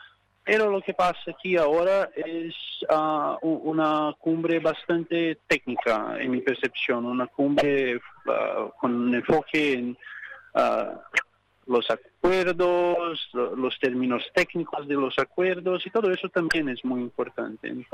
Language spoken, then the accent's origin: Spanish; Brazil; Vivo, soy de Brasil … de Brasil.